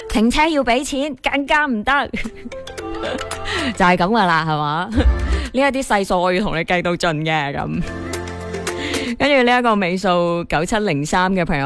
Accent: Guangdong, China; 我哋广东人就系咁务实噶嘛

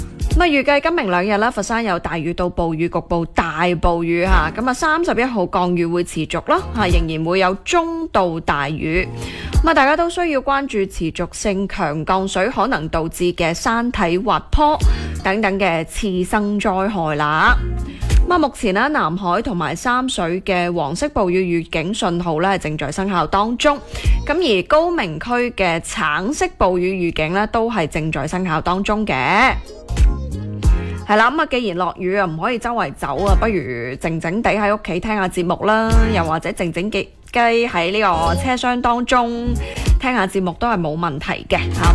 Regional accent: Guangdong, China

